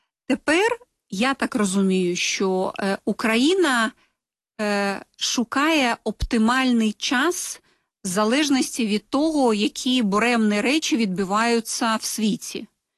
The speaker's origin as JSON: {"language": "Ukrainian", "country": "Belarus", "said": "Ми ж терплячі, ми ж білоруси."}